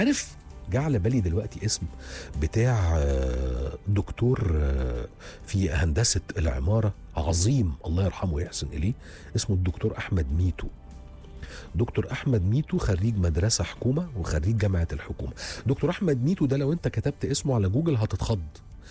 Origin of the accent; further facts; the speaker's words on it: Egypt; لينا كمصريين،